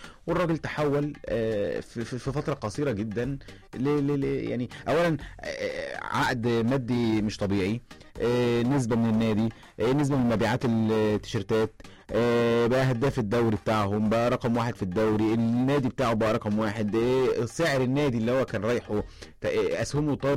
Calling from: Alexandria, Alexandria Governorate, Egypt; من اسكندريه

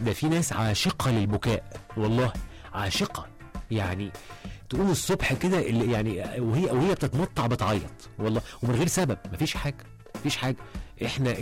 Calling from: Alexandria, Alexandria Governorate, Egypt; من اسكندريه.

